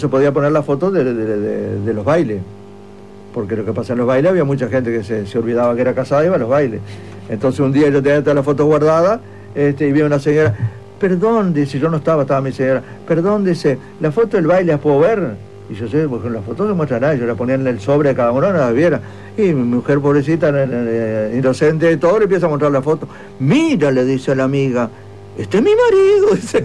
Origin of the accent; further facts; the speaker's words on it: San Carlos, Maldonado, Uruguay; born there; also born or lived in Aiguá / La Coronilla / Las Flores; Ahí fui a Las Flores, hice un año de escuela. Después vine a San Carlos y terminamos en San Carlos la escuela. Y después entonces nos vino para Maldonado.